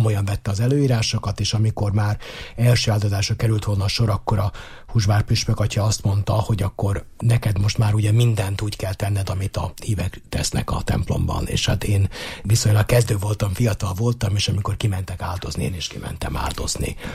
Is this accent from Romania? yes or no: no; Zrenjanin, Vojvodina, Serbia; born or raised there; moved away